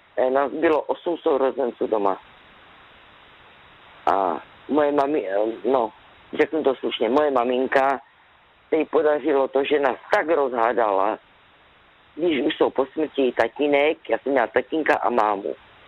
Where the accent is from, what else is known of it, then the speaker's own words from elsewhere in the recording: Poland; Czech is a second language; protože jsem od Polska a jsem žádala ve práci.